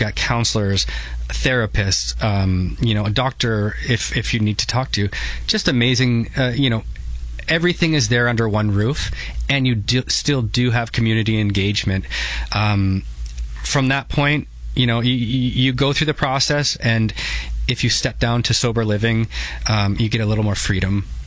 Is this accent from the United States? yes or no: no; St. Catharines, Ontario, Canada; I'm from St. Catharines. I grew up here. I remember going to art classes there when I was 8 years old